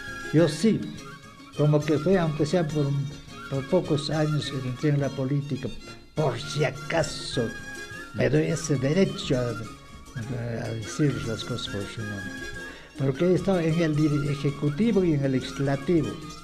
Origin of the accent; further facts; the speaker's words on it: Cusco, Peru; soy patrimonio cultural vivo de la región del Cusco